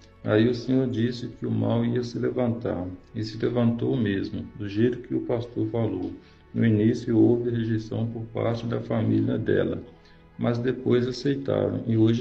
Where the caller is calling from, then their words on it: Minas Gerais, Brazil; Somos de Minas Gerais.